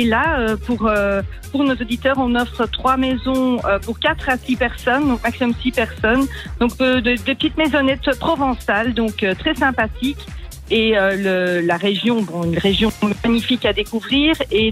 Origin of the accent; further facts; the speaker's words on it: Belgium; je suis belge, donc moi je dis le Luberon.